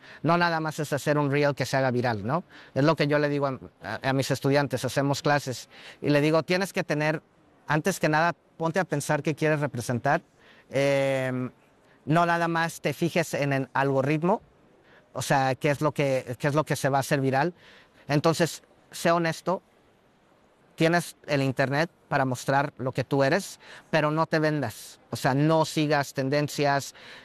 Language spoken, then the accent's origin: Spanish; Mexico; born there; Yo tengo mucho amor a México, porque yo nací en México.